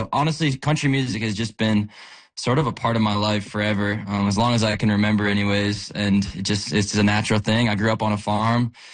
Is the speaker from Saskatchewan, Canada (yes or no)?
no; Mildmay, Ontario, Canada; So I grew up in Mild May, Ontario. It's a town of 1,000 people, and country music was basically the soundtrack to my youth.